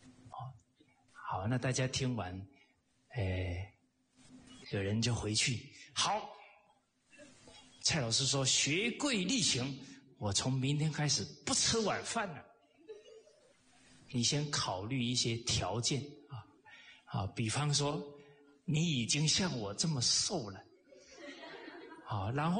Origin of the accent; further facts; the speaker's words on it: Kaohsiung, Taiwan; moved away as an adult; also born or lived in Tangchi; now in Malaysia; 我是南方人啊，我在高雄长大的，很怕冷啊。